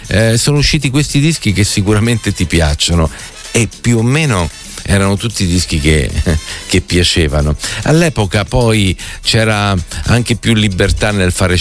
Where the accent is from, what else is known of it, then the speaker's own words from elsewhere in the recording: Milan, Lombardy, Italy; da milanese puro sangue